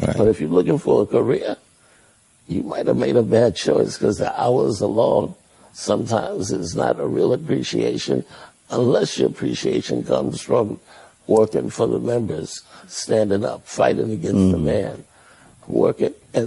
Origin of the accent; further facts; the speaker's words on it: the South, United States; because I am from the South